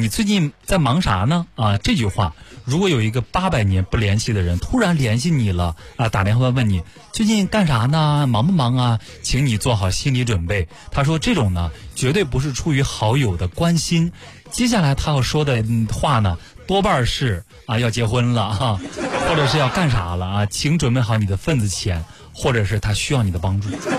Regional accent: China

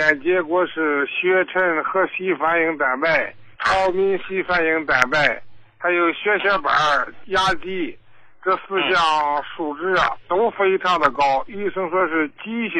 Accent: Shenyang, Liaoning, China; 我是沈阳的，

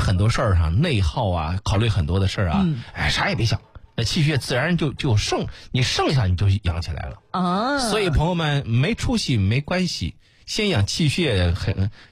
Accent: Xuzhou, Jiangsu, China

